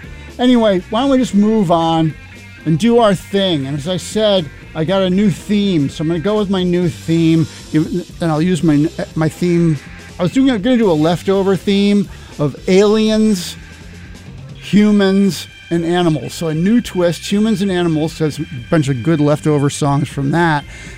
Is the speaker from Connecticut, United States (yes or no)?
yes; Glastonbury, Connecticut, United States; moved away; my hometown, which used to be this sort of, you know, pinky out, very staid, very quiet, under the radar, but somewhat overt and covert at the same time, racism and anti-Semitism, and very waspy